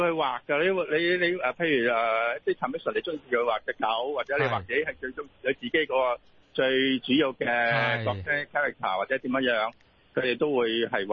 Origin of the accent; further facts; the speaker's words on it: Hong Kong; 我們香港人